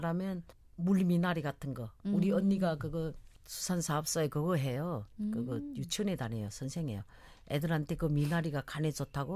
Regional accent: North Korea; moved away as an adult; now in South Korea; 그래도 내 고향 김치 돼서 맛있어요.

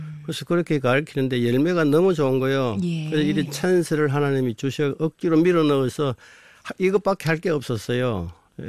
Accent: South Korea; 우리는 한국 사람이라

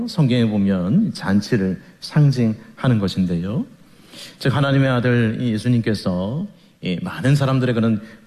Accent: South Korea

